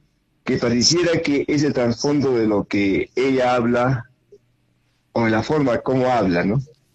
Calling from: Juliaca, Puno, Peru; desde Juliaca.

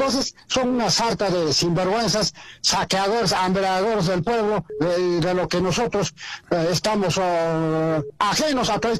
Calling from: Azángaro, Puno, Peru; de la ciudad de Azángaro.

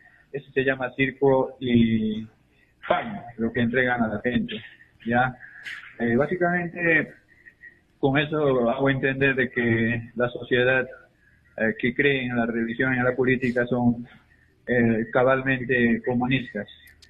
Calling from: Azángaro, Puno, Peru; de Azángaro.

